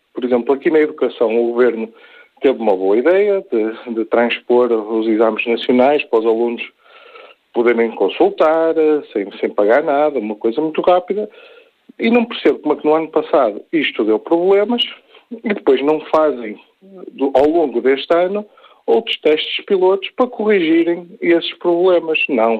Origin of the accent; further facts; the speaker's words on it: Portugal; a mim, como português, que paga impostos